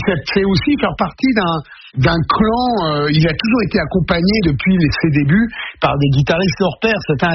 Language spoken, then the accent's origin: French; France